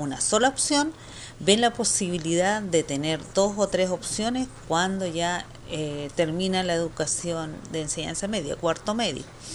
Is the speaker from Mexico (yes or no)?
no; Chiloé, Los Lagos, Chile; nosotros que somos de Chiloé.